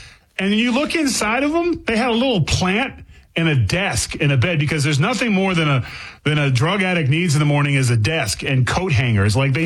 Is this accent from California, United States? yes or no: yes; California, United States; I grew up in California. I won't bring my family to California anymore. And that breaks my heart.